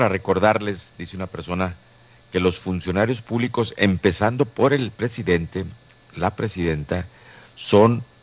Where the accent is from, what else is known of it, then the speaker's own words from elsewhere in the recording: Mexico; somos los mexicanos